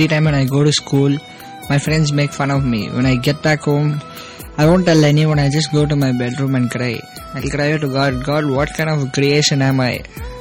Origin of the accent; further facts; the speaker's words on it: Chennai, Tamil Nadu, India; born there; I was born in Chennai in a small family which my family is basically a Roman Catholic background.